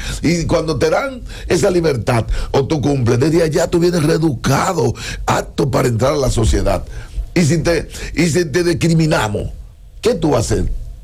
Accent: Dominican Republic; ¿Y qué es lo que somos los dominicanos?

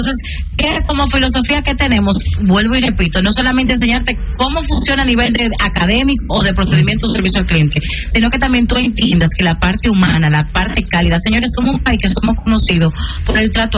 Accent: Dominican Republic; nosotros como dominicanos y dominicanas

